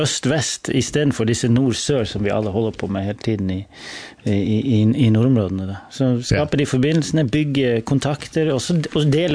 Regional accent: Northern Norway, Norway; jag har vuxit upp norr i Norge, ett litet samfund.

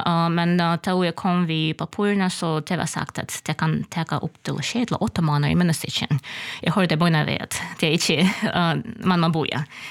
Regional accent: Ukraine; now in Klaksvík, Faroe Islands; och jag kommer från Ukraina. Jag flyttade förr söndag morgon åtta år sedan.

